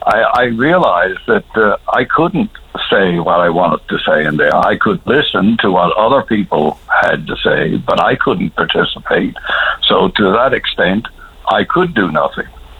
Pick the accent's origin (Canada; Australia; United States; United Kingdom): Canada; Newfoundland and Labrador; as a Newfoundlander